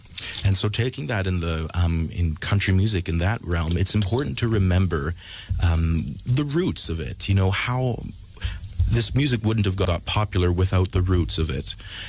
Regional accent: Sucker Creek, Alberta, Canada; That's, you know, I'm from Sucker Creek, but Big Stone is, I have lots of family from there.

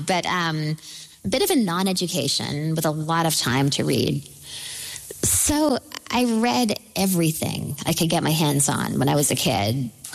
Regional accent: Denman Island, British Columbia, Canada; And I'm from Denman Island, British Columbia. It's about 1,000 people. It's definitely more deer than people.

